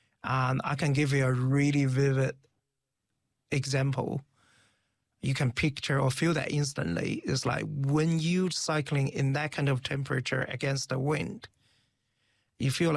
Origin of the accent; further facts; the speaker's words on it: Beijing, China; now in New Zealand; Grew up in, born and bred in Beijing, north of China, capital city